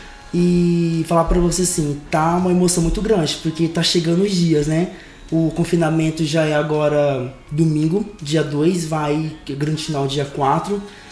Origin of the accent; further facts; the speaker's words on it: Mato Grosso do Sul, Brazil